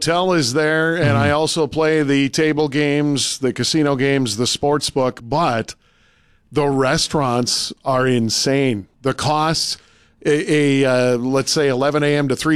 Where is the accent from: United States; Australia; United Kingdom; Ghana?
United States; North Dakota; I feel the same way in my home state of North Dakota.